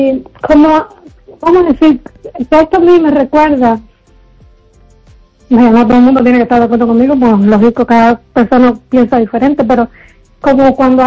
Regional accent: Cuba; now in Spain; Yo recuerdo haber escrito con mi familia en las amistades después que me fui de Cuba, 30 años y pico después

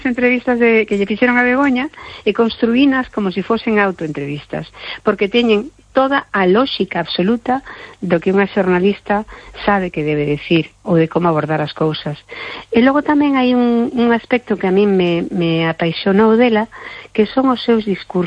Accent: Cuba; Galician is a second language; now in Spain; eu por exemplo tamén son neofalante. Cando cheguei de Cuba non falaba para nada, casi non falaba español, falaba cubano, pero empecé a falar galego

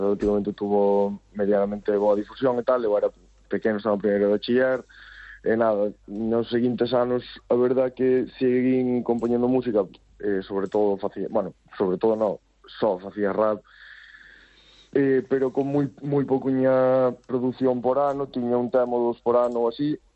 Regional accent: Galicia, Spain

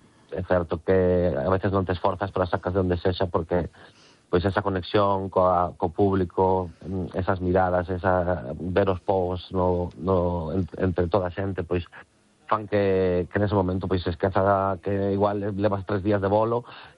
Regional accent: Galicia, Spain; Entendía que seríamos vascos, pero nada máis, no, somos galegos 100%.

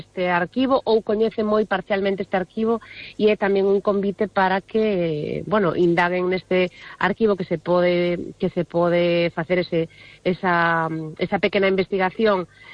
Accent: Cangas, Galicia, Spain; E foi unha experiencia tanto para min, que son da ría de Vigo, ou son de Cangas, do outro lado da ría, pero para min, digo, formou parte da miña vida dende moi cativa

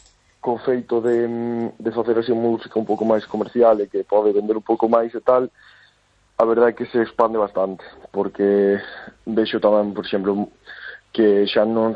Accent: Galicia, Spain

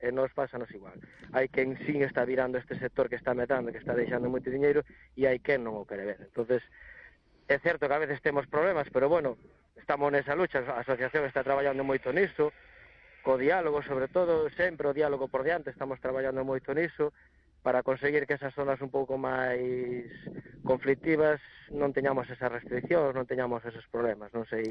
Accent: Redondela, Galicia, Spain; Eu son de Redondela, saímos hacia a mellora, hacia Porto Novo, Grove, saímos por zonas cercanas.

